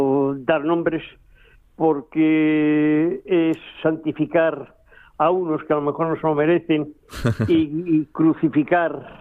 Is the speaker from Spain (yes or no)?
yes; Madrid, Community of Madrid, Spain; born there; Yo he nacido en Madrid por accidente casi. Me encantaría haber nacido en Asturias, pero me considero asturiano a todos los efectos.